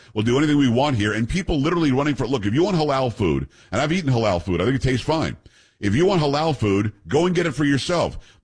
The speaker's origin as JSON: {"language": "English", "region": "New York", "country": "United States", "also_born_or_lived": "South", "said": "I mean, I'm originally from New York. Maybe I left before we got that word in school. But growing up in the South, I don't think anybody uses that word around me."}